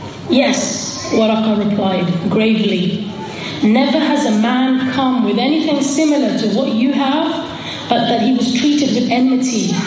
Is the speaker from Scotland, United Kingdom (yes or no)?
no; Hackney, London, United Kingdom; she used to walk on the streets of, we grew up in Hackney. She used to walk on the streets of Hackney at a time when nobody wore hijab.